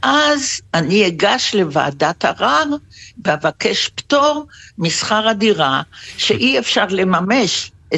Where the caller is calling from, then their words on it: Beersheba, Southern District, Israel; אני בת 70, ואני גרה בבאר שבע.